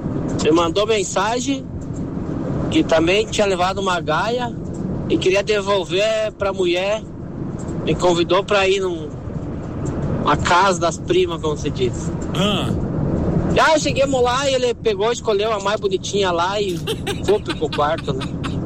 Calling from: Rio Grande do Sul, Brazil; Sou aqui do Rio Grande do Sul.

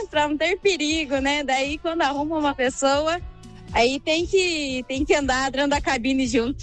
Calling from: Guarapuava, Paraná, Brazil; sou de Guarapuava.

